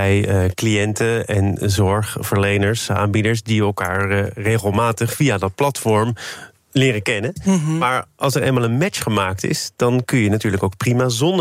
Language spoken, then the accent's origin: Dutch; 's-Hertogenbosch, North Brabant, Netherlands; born there; ik ben geboren in Den Bosch.